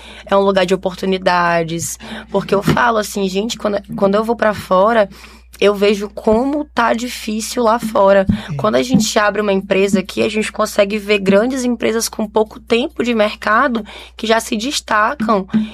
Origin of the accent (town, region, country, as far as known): Brazil; born or raised there; moved away as an adult; also born or lived in São Paulo